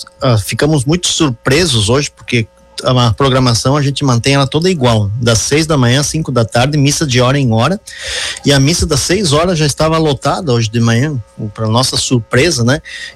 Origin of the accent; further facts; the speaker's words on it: Flores da Cunha, Rio Grande do Sul, Brazil; moved away; also born or lived in São Marcos; não fui batizado lá, porque no período meu pai saiu de Flores da Cunha e foi trabalhar uns anos em São Marcos, então eu nasci em São Marcos e fui batizado em São Marcos, mas com 2 anos de idade eu já tinha retornado a Flores da Cunha